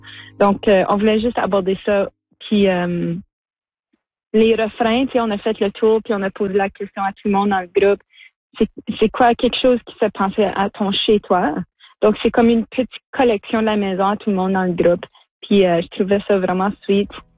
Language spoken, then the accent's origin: French; Ontario, Canada; moi, je viens du nord de l'Ontario